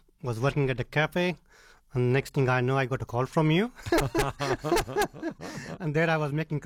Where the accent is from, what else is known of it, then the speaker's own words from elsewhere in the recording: India; So I'm from India, so I try to bring the flavors, spice, and colors into my food.